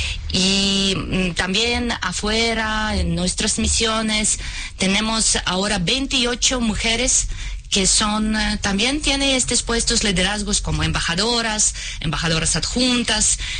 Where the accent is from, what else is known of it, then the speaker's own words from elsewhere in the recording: Ukraine; Spanish is a second language; moved away as an adult; now in Mexico; en mi país, en Ucrania